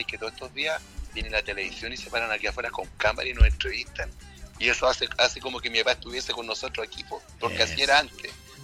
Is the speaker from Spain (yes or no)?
no; Chile; somos chilenos orgullosos del barrio, orgullosos de nuestros orígenes